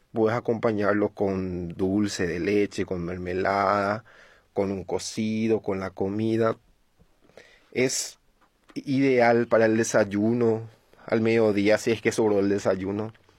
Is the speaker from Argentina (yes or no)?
no; Itapúa, Paraguay; moved away as an adult; now in Asunción, Paraguay; soy del sur de Itapúa.